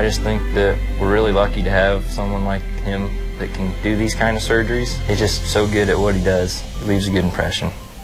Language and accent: English; Page, Nebraska, United States; I'm from Page, Nebraska.